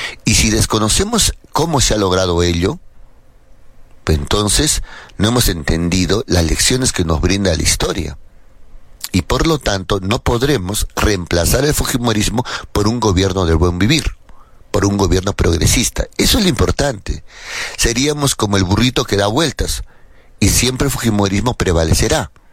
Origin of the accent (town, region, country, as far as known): Peru